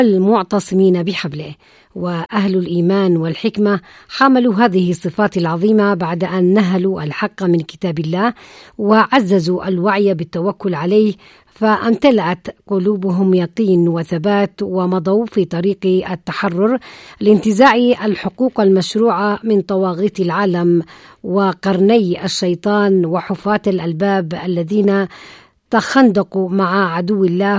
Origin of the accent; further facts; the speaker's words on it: Yemen; كانت بلدنا اليمن أحد الدول العربية